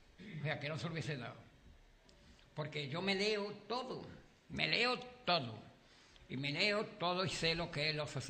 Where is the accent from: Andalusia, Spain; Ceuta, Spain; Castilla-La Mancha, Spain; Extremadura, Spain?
Andalusia, Spain; Como buen andaluz que soy